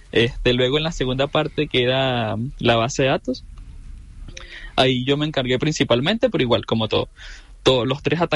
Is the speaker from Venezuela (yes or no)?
yes; Venezuela; now in Chile; yo soy venezolano